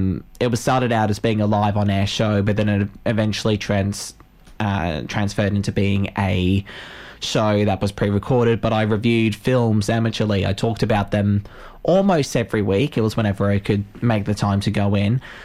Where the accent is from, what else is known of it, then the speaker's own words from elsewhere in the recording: Queensland, Australia; now in Launceston, Australia; It wasn't here in Launceston. It was up in my hometown in regional Queensland.